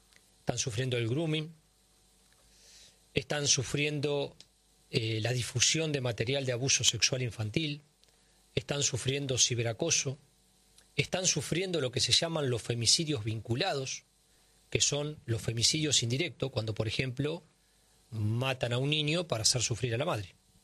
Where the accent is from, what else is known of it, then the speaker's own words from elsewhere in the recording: Argentina; estas son las cuestiones que nos deben preocupar a todos como argentinos.